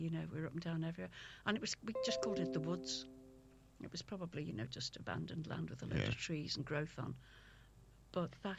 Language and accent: English; Highton Quarry, North West England, United Kingdom; We had to cross a farmer's field to get to school. So I was brought up around Highton Quarry. And it was a nice environment.